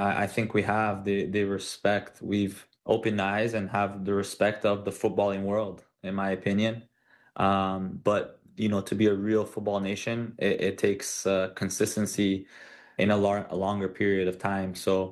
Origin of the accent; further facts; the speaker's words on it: Toronto, Ontario, Canada; to be able to say that playing for my city, my hometown city, is it's something, not many footballers get to say